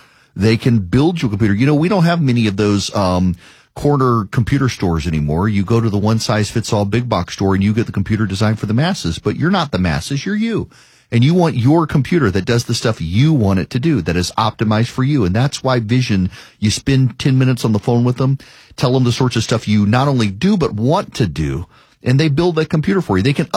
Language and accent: English; Baton Rouge, Louisiana, United States; Paul Harvey had the stronger signal growing up in Louisiana. In Baton Rouge, he was on the country station